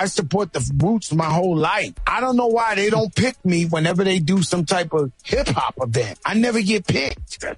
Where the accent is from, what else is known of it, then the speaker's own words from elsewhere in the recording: Philadelphia, Pennsylvania, United States; You know I'm from Philly. I'm really for Fifth and Allegheny. I'm really from German.